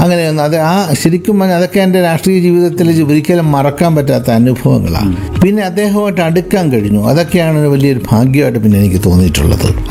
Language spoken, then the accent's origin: Malayalam; Kollam, Kerala, India; ശരി, ഞാൻ ജനിച്ചതും വളർന്നതും തുണക്കം എന്ന് പറയുന്നത് കൊല്ലം നഗരത്തിലെ ജോനകപ്പുറം എന്ന് പറയുന്ന ഒരു തീരപ്രദേശത്താണ്.